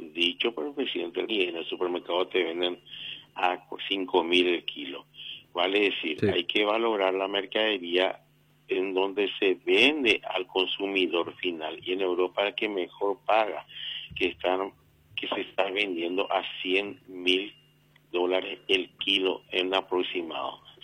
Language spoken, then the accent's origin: Spanish; Paraguay